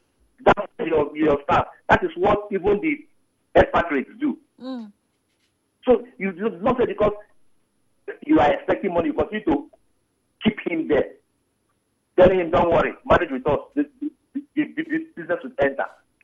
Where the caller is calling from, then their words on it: Nigeria; I'm from Eletaya.